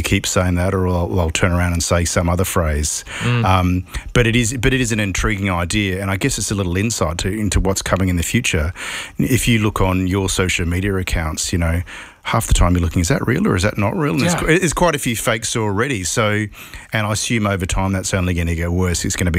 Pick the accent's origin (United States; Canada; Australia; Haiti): Australia; moved away; I know growing up in Australia, if you're underage, you went to Macca's or McDonald's